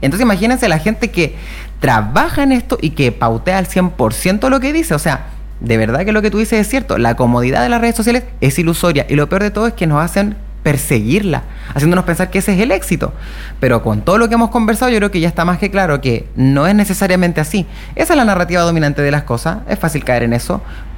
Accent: Monterrey, Nuevo León, Mexico; nos mandamos las partes y somos regias y hacemos cosas

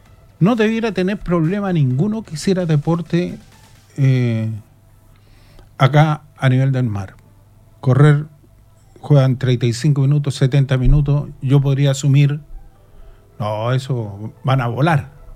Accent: La Serena, Coquimbo, Chile; moved away; Yo vengo de la ciudad de La Serena, Coquimbo, ahí en la región de Coquimbo

